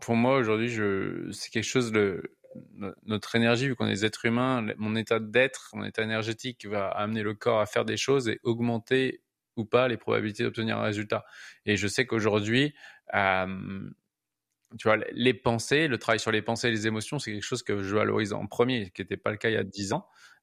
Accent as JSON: {"language": "French", "country": "France", "said": "chez nous, en France"}